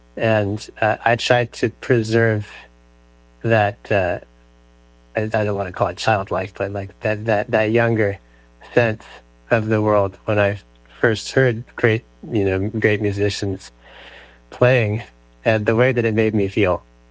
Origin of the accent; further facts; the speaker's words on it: Atlanta, Georgia, United States; you know, I'm from Atlanta originally, in Georgia